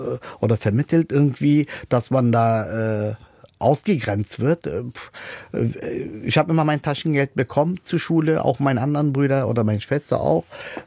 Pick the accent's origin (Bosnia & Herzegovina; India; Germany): Germany; Berlin; aufgewachsen bin ich in Berlin-Kreuzberg, Oberkrankenhaus geboren. Meine Eltern sind ja dann eingezogen von Türkei nach Deutschland halt und die Anlaufstelle war halt Berlin-Kreuzberg.